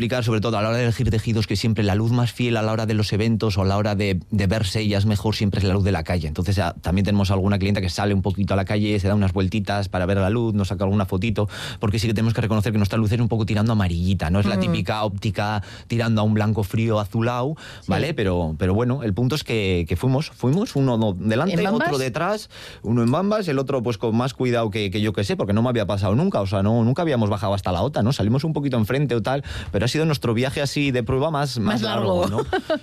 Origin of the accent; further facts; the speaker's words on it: Getxo, Basque Country, Spain; Los que soy de Algorta de Guecho